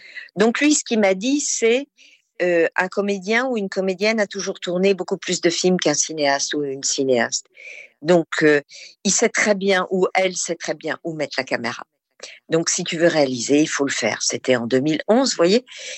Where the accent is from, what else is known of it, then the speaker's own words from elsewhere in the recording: Lyon, Auvergne-Rhône-Alpes, France; moi je suis lyonnaise, comme Thierry Frémaux.